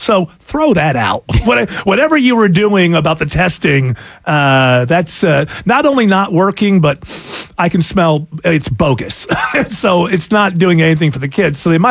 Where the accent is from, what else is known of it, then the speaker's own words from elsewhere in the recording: Utah, United States; well, I grew up in Utah.